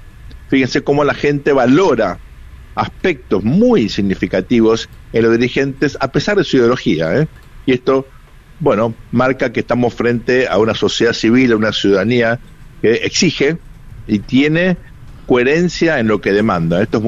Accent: Argentina

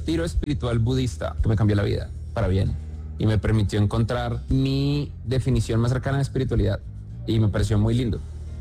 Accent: Colombia; moved away as an adult; now in San Francisco, United States; Y pues uno sigue siendo más colombiano que gringo.

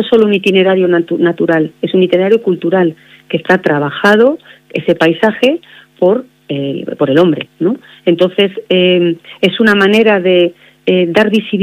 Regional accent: Santiago de Compostela, Galicia, Spain; born there; now in Liébana, Spain; yo nací en Santiago de Compostela, pero he de decir que mi corazón no es que esté dividido, es que lo suman 2 partes. Una es la parte gallega, obviamente, como picheleira que soy y nací

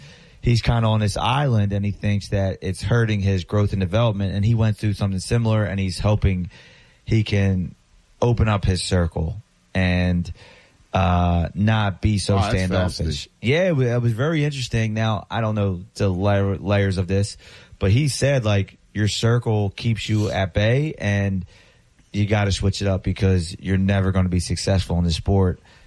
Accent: Philadelphia, Pennsylvania, United States; But there was a huge where I grew up in Fishtown, it was a big movement

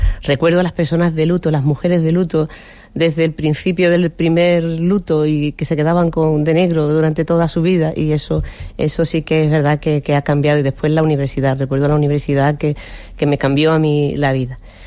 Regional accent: Sanlúcar la Mayor, Andalusia, Spain; Y yo pertenezco a Andalucía. Andalucía es el sitio donde yo nací, es mi familia, es mi pueblo. Yo soy de Sanlúcar la Mayor, un pueblo que está aquí muy cerquita, y mis raíces pues son muy humildes.

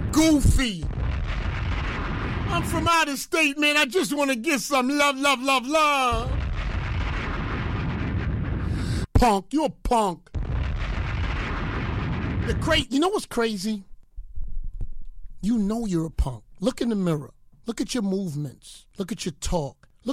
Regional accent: New York, United States; I'm from New York, bro.

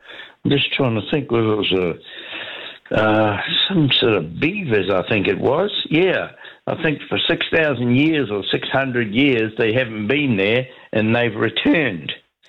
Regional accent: Ireland; I know, Jim, I'm Irish, but I tell you, it took me a while to understand that.

